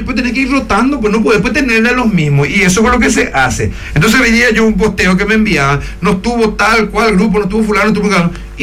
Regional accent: Luque, Central, Paraguay

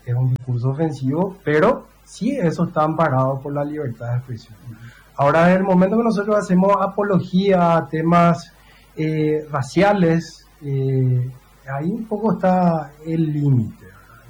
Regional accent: Paraguay; ¿Cómo nos sentiríamos nosotros como ciudadanos paraguayos

